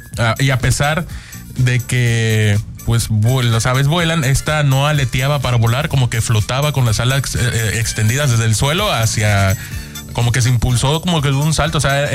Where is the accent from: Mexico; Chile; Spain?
Mexico; Martínez de la Torre, Veracruz; moved away; Yo soy de Martínez de la Torre.